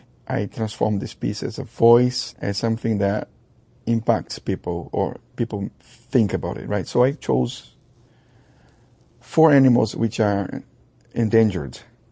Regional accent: Belém, Pará, Brazil; moved away; So I come from the Amazon region of Brazil, and a place called Belém.

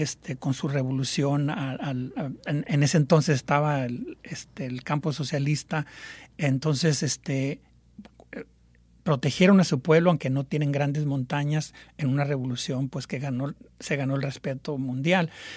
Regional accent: Mexico; yo le voy a decir una cosa, yo soy mexicano, pero en los ochentas, casi 6 años estuve como activista del Movimiento por la Solidaridad con El Salvador

